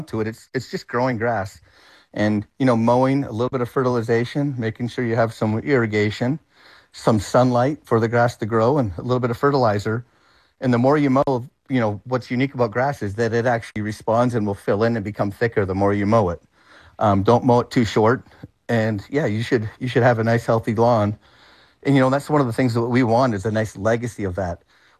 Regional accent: Canada; I'm an avid fan and I'm a Canadian, so I'll be cheering for several teams, including Canada.

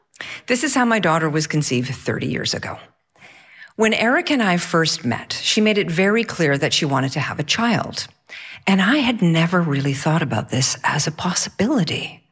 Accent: Quebec, Canada; born there; I was born just outside of Montreal.

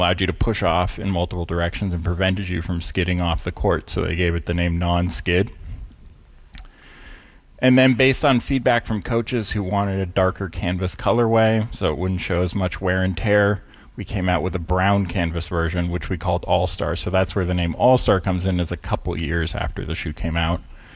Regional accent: Lyme, New Hampshire, United States; I grew up in Lyme, New Hampshire, which is a very small town in New Hampshire, about 1,700 people.

